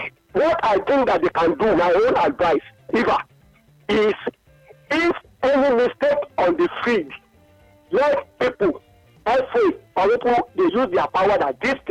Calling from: Okeago, Nigeria; I'm calling from Okeago.

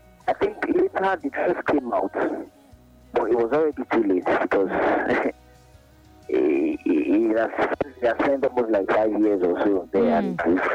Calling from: Lagos, Nigeria; I'm calling from the Lekki.

